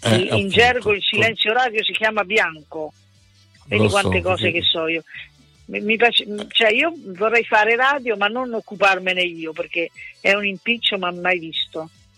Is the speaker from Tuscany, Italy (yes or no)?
no; Rome, Lazio, Italy; born there; Io sono romana, ma i genitori miei sono marchigiani. Quindi... di un piccolo paese in provincia di Ascoli Piceno che si chiama Cervara e adesso ormai è 4 abitanti.